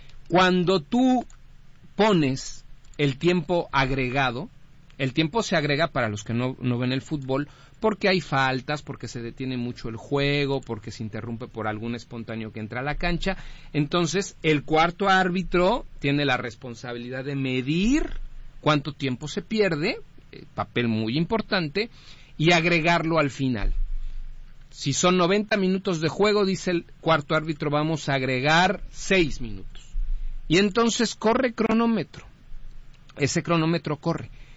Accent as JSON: {"language": "Spanish", "country": "Mexico"}